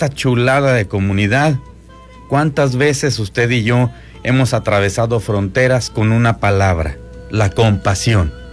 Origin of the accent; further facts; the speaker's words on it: Mexico; now in Bryan/College Station, United States; particularmente usted y yo, mexicano